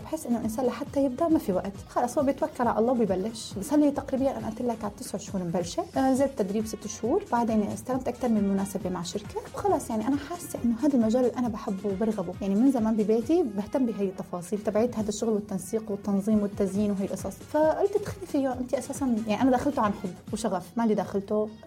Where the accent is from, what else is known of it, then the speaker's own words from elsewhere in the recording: Aleppo, Aleppo Governorate, Syria; moved away as an adult; also born or lived in Turkey / United Arab Emirates / Istanbul; كنتي بحلب صارت الحرب، طلعت من حلب جيت لتركيا ما في استقرار، طلعت على الإمارات ما كنت مستقرة، نزلت استقريت أنا سنة بإسطنبول كمان ما كنت مستقرة، جيت لهون